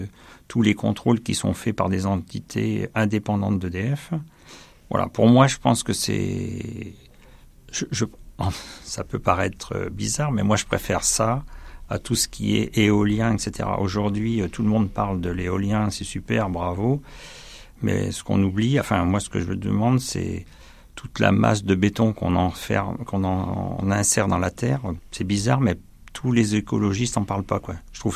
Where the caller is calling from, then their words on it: Nouvelle-Aquitaine, France; j'habite à Pézé-le-Sec, un petit village, pas loin de Chauvigny.